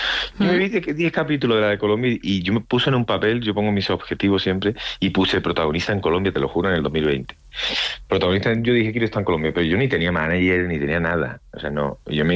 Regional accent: Andalusia, Spain; accent: Andalusian; lo hice con acento andaluz, que yo soy de andaluz

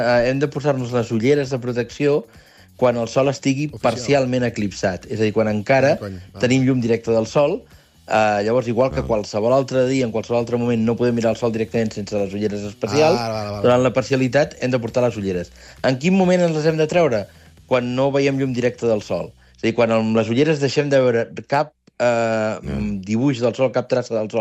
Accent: Barcelona, Catalonia, Spain

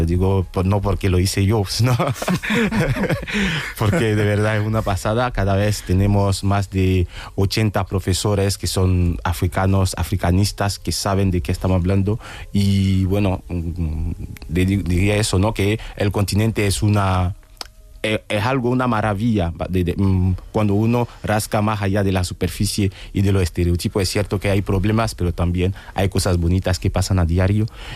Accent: Côte d’Ivoire; Spanish is a second language

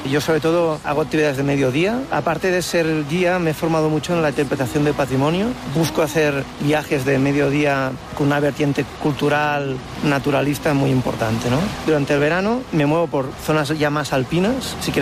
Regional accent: Barcelona, Catalonia, Spain; born there; now in Tornafort, Spain; Soy nacido en Barcelona, pero ya desde hace unos 15 años que vivo aquí en el Pallars Sobirà, en un pueblecito muy pequeño del Pirineo de Lleida, que se llama Tornafort.

